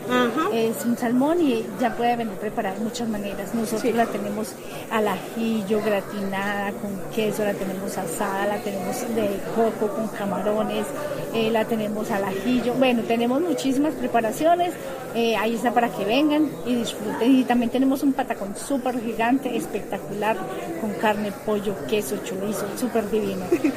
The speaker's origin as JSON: {"language": "Spanish", "town": "Salento", "region": "Quindío", "country": "Colombia", "said": "soy de Salento, Quindío."}